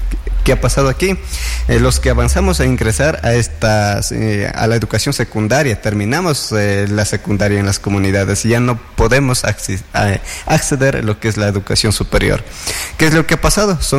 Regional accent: Cotopaxi, Ecuador; uno también viene de la comunidad rural. Yo soy de Tigua

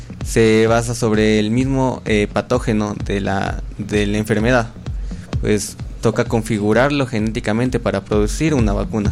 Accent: Ambato, Tungurahua, Ecuador

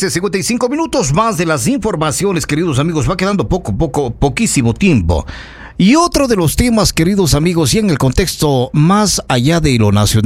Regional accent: Ecuador; sobre todo como ciudadano ecuatoriano

